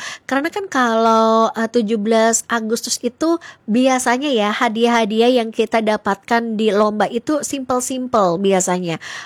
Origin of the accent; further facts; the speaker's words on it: Surabaya, East Java, Indonesia; aku tuh pernah ikutan lomba joget di kampung aku di Surabaya.